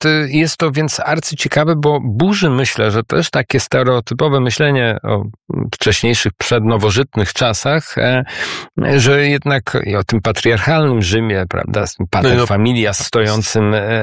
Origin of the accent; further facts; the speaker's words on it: Bydgoszcz, Kuyavian-Pomeranian Voivodeship, Poland; Tak jest, pozdrawiam serdecznie moje rodzinne miasto.